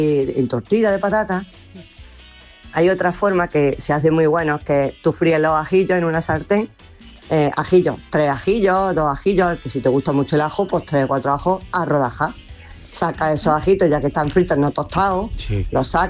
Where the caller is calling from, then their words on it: Andújar, Andalusia, Spain; desde Sevilla, aunque soy de Andújar.